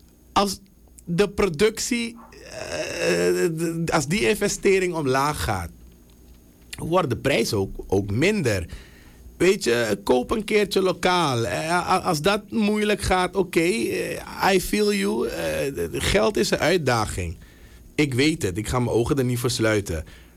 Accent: Suriname; als Surinamers

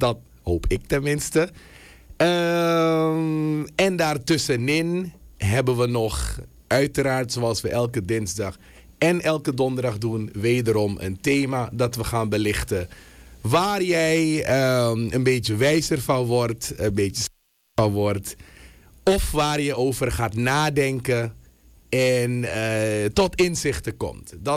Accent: Suriname; hoe gaan wij als Surinamers om met feedback?

